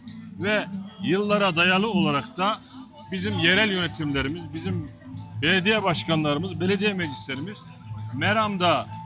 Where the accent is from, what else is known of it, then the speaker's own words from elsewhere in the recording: Konya, Turkey; Doğma büyüme Konyalı. Ki bu bizim K harflerini yumuşatarak G ile kullanmamız Oğuzca'dan gelmedir.